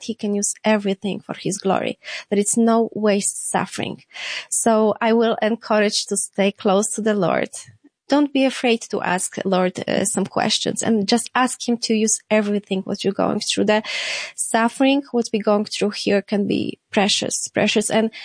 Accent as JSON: {"language": "English", "region": "Lesser Poland", "country": "Poland", "second_language": "English", "said": "I am from south of Poland. I am like hour from Krakow. So it's John Paul II and St. Faustina."}